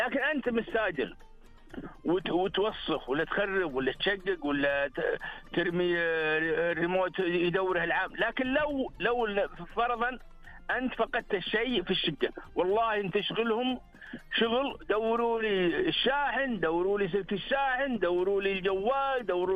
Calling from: Saudi Arabia

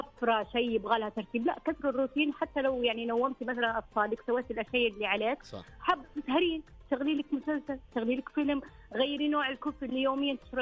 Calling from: Jeddah, Makkah Province, Saudi Arabia

